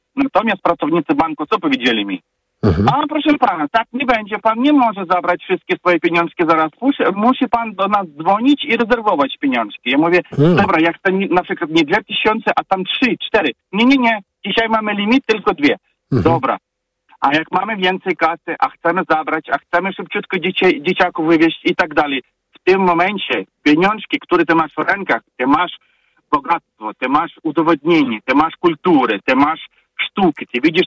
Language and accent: Polish; Ukraine; Polish is a second language; now in Poland; Teraz ja jestem pochodzenia z Ukrainy.